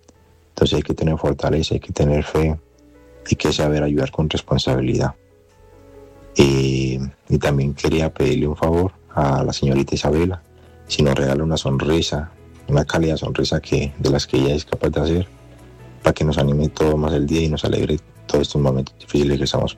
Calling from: Medellín, Antioquia, Colombia; Le hablo desde la ciudad de Medellín.

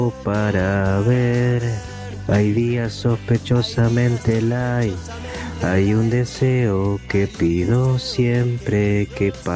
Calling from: Wilde, Buenos Aires Province, Argentina

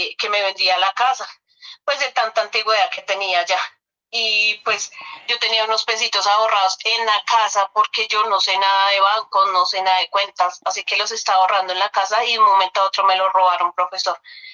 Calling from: Bogotá, Colombia; me estoy llamando desde Monte Blanco, es de Bogotá.

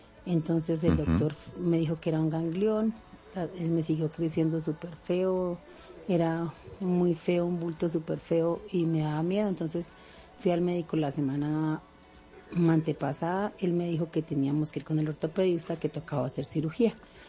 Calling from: Duitama, Boyacá, Colombia; llamo de la ciudad de Duitama.

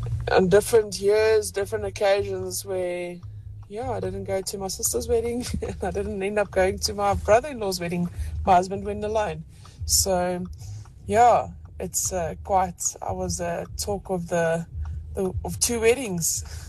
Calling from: Gauteng, South Africa; But I'm from Gauteng

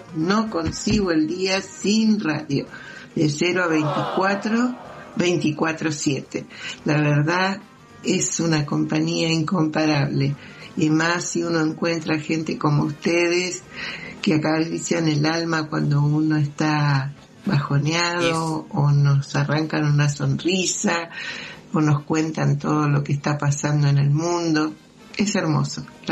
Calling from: Buenos Aires, Argentina

